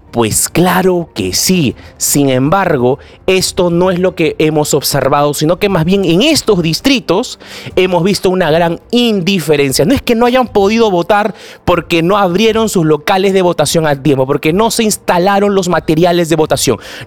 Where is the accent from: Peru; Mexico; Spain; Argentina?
Peru